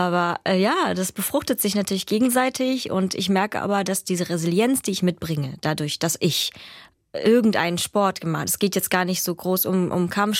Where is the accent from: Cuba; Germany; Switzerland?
Germany; Chemnitz, Saxony; Da freue ich mich auch schon sehr drauf, weil das ja mein Heimatort ist und ein bisschen besonders natürlich auch.